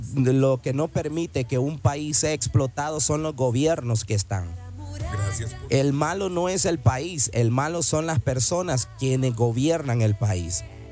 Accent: Honduras; los gringos más bien quieren hablar como nosotros los hondureños o como cualquier otro centroamericano

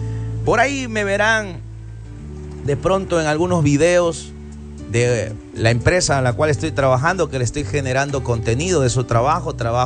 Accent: Ecuador; De Ecuador, mi querida Cecilia Rosa, de Ecuador. Sí, somos de Ecuador.

